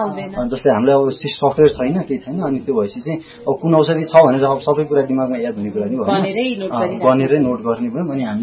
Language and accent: Nepali; Jumla, Karnali Province, Nepal; moved away as an adult; now in Humla, Nepal; मेरो घर चाहिँ जुम्ला हो।